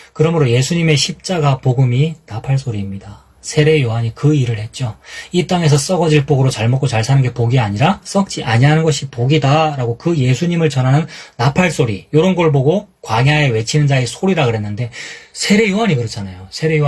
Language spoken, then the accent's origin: Korean; Gyeongsang, South Korea; 내 고향이 대구는 아니지만 경상도 사람이니까 알아듣는단 말입니다.